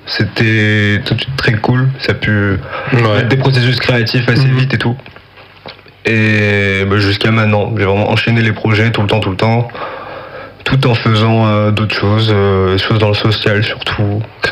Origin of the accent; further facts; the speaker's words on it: Lorient, Brittany, France; also born or lived in Brest; Je suis de Lorient